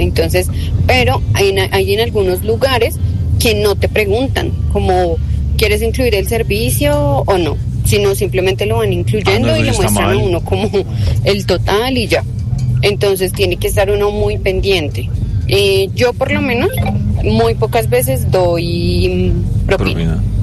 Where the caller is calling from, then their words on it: Soacha, Cundinamarca, Colombia; yo vivo en Soacha.